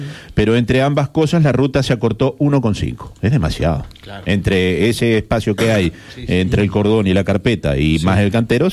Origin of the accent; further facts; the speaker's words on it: Uruguay; born there; yo fui los 6 años a la escuela de Boliche Blanco.